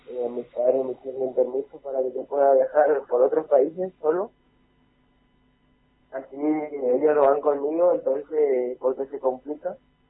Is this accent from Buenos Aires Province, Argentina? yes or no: no; Yapeyú, Corrientes, Argentina; Yo sí soy de Yapeyú.